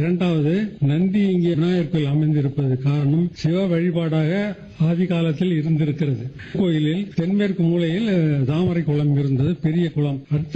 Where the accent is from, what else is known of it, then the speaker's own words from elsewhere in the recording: Tamil Nadu, India; நான் பிறந்து வளர்ந்த ஊர் கஞ்சம்நாதன் பேட்டை. கிட்டத்தட்ட 70 ஆண்டுகளாக இந்த திருக்கோயில் நான் வந்து விநாயகருடைய பக்தராக இருந்து வருகிறேன்.